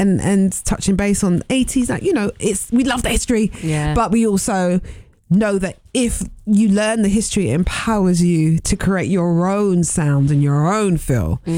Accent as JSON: {"language": "English", "country": "Ghana", "said": "Shout out to the Jamaicans. Shout out, even though we come from Ghana."}